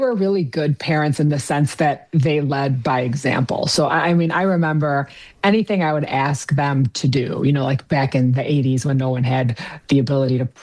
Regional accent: Wheaton, Illinois, United States; I was born in Wheaton, actually Winfield, Illinois is where the hospital was, but we lived in Wheaton, Illinois, which is actually right by Sandra Smith.

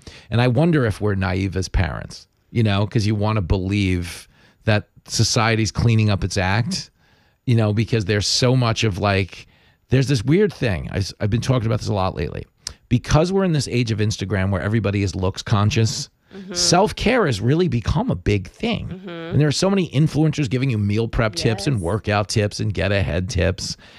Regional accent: Levittown, United States; Where I grew up in Levittown, we were drinking beer in like sixth grade, for real.

